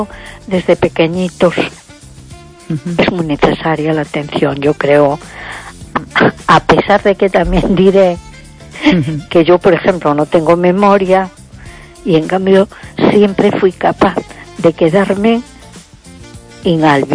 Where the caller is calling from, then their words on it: A Coruña, Galicia, Spain; de Coruña.